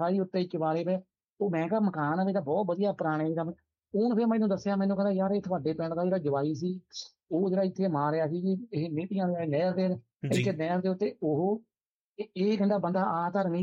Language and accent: Punjabi; Palahi, Punjab, India; ਬਾਕੀ ਸਾਡੇ ਤੁਸੀਂ ਸਾਡੇ ਪਿੰਡ ਪਲਾਹੀ ਆ